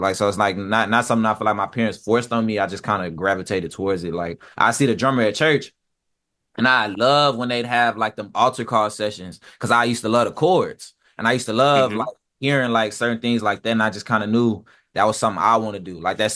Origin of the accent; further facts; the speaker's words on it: Louisiana, United States; I'm from Louisiana, so it's like the jazz is engraved in me.